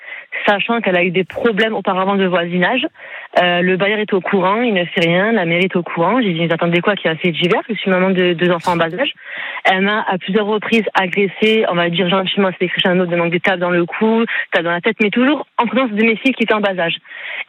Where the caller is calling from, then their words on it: Normandy, France; ça fait 4 ans du coup que j'habite sur Cotentin en HLM, je précise bien sûr.